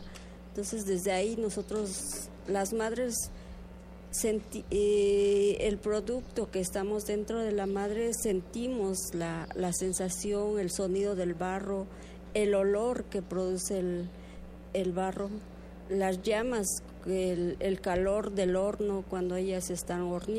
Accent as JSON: {"language": "Spanish", "town": "Santa María Atzompa", "region": "Oaxaca", "country": "Mexico", "tie": "born or raised there", "said": "soy originaria de Santa María Atzompa, orgullosamente artesana."}